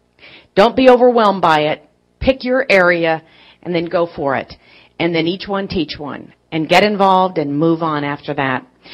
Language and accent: English; Kansas, United States; Number one, I'm from Kansas, and it was Air Force.